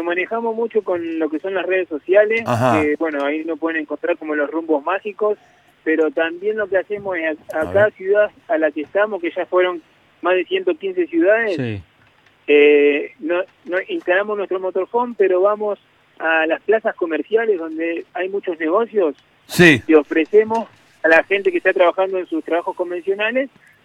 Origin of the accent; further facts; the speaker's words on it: Rosario, Santa Fe, Argentina; moved away as an adult; now in United States; Mira, yo soy de Rosario